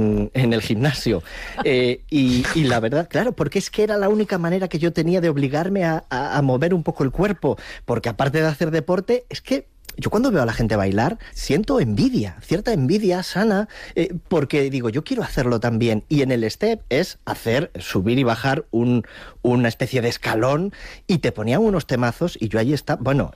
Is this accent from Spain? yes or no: yes; Priaranza del Bierzo, Castile and León, Spain; now in Valladolid, Spain; Hombre, pues en mi pueblo, que es Priaranza del Bierzo, es un pequeño pueblo de 200 habitantes en el Bierzo, en la provincia de León